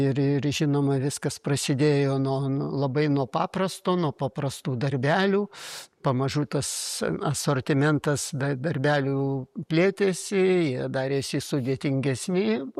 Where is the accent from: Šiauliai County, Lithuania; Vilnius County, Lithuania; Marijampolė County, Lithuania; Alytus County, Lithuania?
Vilnius County, Lithuania; Vilnius; moved away as an adult; now in near Trakai, Lithuania; Mes, taip sakant, grini miestiečiai, aš Vilniuje ir gimęs